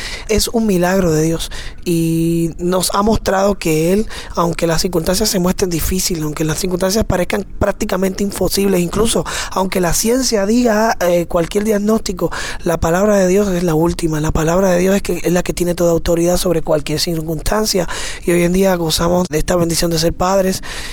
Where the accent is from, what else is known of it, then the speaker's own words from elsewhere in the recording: Puerto Rico; Yo soy de Puerto Rico. Soy el único varón. Tengo 3 hermanas.